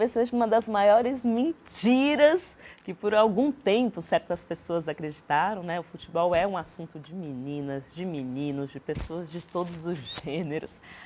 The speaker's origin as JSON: {"language": "Portuguese", "town": "Ribeirão Preto", "region": "São Paulo", "country": "Brazil", "tie": "born or raised there", "said": "Cresci em Ribeirão Preto, sou nascida no interior de São Paulo"}